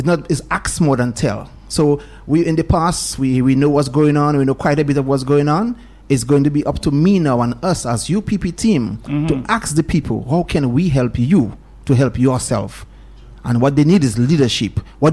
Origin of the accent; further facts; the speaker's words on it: Mount Prosper, Dominica; also born or lived in United Kingdom; on behalf of the people of Coptol, where I reside now. I'm from Mount Prosper, but I live in Coptol.